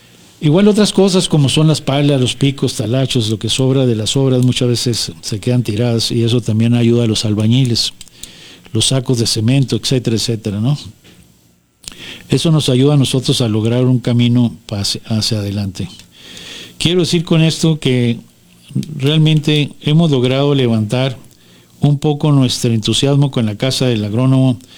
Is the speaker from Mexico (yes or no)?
yes; Mexico; No dejemos de declinar que somos mexicanos.